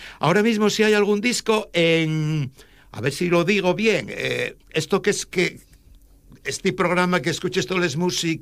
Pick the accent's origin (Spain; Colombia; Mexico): Spain; Asturias; Y además, uno porque somos asturianos y ye nuestro, pero ye que además como ciudadanos del mundo. Yo soy un ciudadano del mundo desde aquí, desde Asturias.